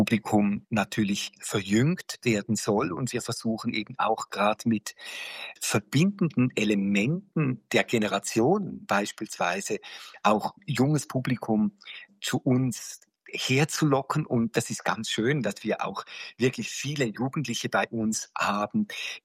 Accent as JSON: {"language": "German", "country": "Switzerland", "said": "die in meinem Land, ich bin Schweizer, über 1000 Aufführungen und Workshops erlebt hat."}